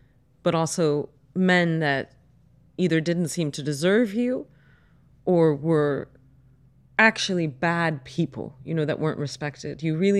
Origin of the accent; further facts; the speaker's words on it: Greenwich, Connecticut, United States; What I saw growing up in Greenwich, Connecticut in the 80s and 90s, when Greenwich was truly the bedroom town of Wall Street